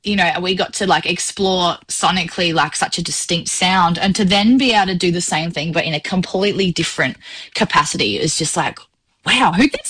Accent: South Australia, Australia; I am from South Australia.

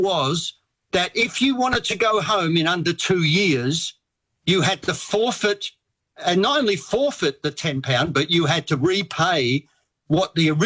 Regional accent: Australia; born there; also born or lived in London, United Kingdom; I was born in London in 1953. We emigrated to Australia in 1961, 10-pound poms. We came to Australia on a ship full of migrants, of course.

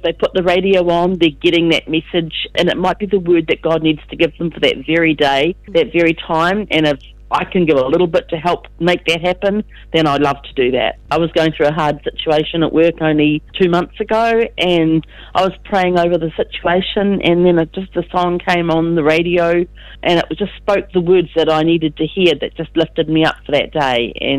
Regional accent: New Zealand; I've been a Christian for many years and I'm a Kiwi.

